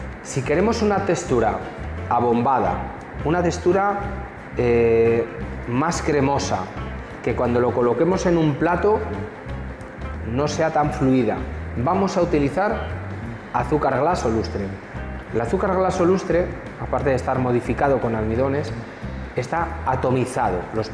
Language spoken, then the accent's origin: Spanish; León, Castile and León, Spain; Tiro por mi tierra, León es lo mejor del mundo